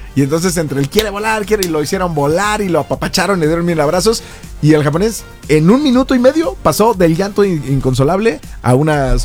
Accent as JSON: {"language": "Spanish", "country": "Mexico", "said": "qué chidos somos los mexicanos"}